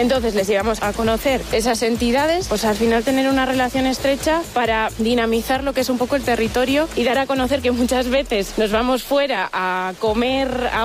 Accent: Aguilar de Campoo, Castile and León, Spain; Yo soy de aquí, de Aguilar de Campo, soy palentina. Al final, al estar en una zona rural, siempre he estado muy ligada a lo que es al entorno natural

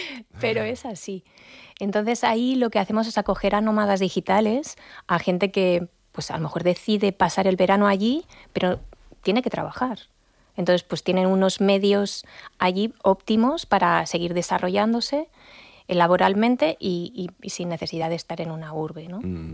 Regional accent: Alcañiz, Aragon, Spain; yo soy de Alcañiz, muy cerquita de Oliete.

